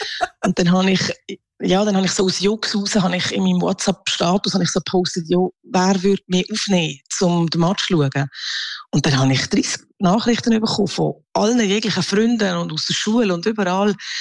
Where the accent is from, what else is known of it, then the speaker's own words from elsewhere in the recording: Switzerland; now in Argentina; weil ich als Schweizerin bin, haben sie Angst, dass wenn ich dabei bin, dass sie könnten verlieren